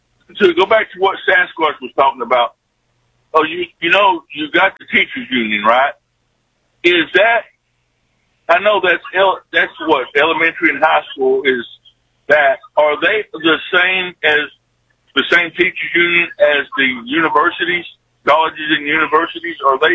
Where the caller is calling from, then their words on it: Texas, United States; I'm from Texas too, I live about 3.5 hours north of Eagle, straight north of Eagle.